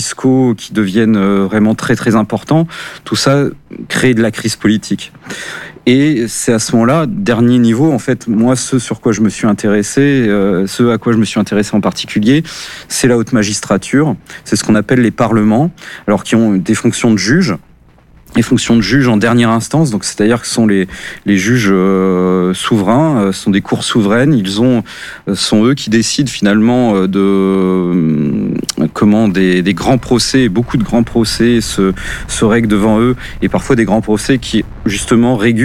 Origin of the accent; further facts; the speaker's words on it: Bordeaux, Nouvelle-Aquitaine, France; je suis bordelais